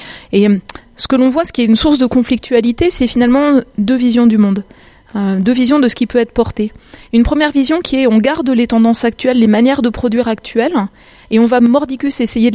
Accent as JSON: {"language": "French", "region": "Grand Est", "country": "France", "tie": "born or raised there", "said": "Mon expérience personnelle, j'ai grandi en Lorraine."}